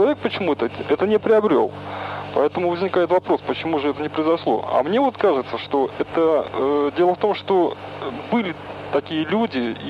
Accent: Uchkuduk, Navoiy Region, Uzbekistan; Вот я сам из Учкудука, и ваш коллега из Казахстана знает. Это глухое место.

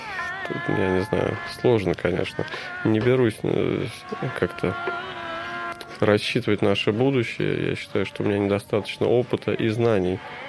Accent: Russia; что я из России

